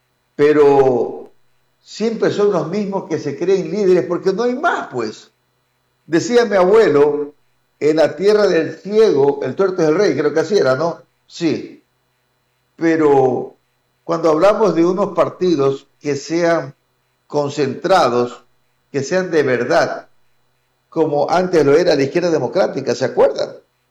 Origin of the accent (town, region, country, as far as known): Ecuador